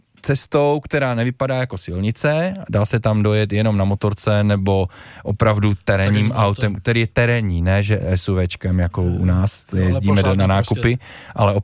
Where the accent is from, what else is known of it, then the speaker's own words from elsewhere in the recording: Slovakia; now in Czech Republic; já pocházím ze Slovenska